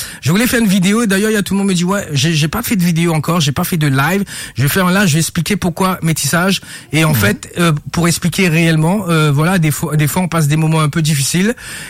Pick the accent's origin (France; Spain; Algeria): Spain; also born or lived in London; J'ai grandi en Espagne.